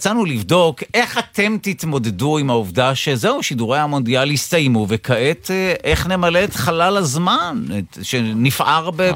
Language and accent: Hebrew; Netanya, Central District, Israel; אני מנתניה